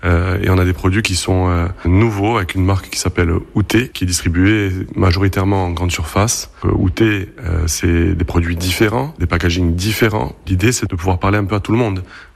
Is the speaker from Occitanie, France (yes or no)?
no; Biguglia, Corsica, France; Moi, je suis de Biguglia, donc j'ai grandi à Biguglia